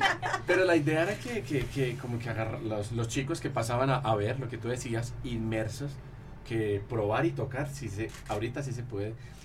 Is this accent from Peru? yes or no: no; Colombia; moved away as an adult; now in Mexico; cuando yo estaba en Colombia, en mi colegio, en mi pueblo.